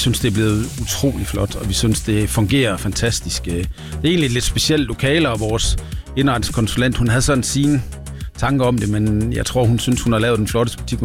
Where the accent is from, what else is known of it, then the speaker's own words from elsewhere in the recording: Jutland, Denmark; Nu er vi jo jyder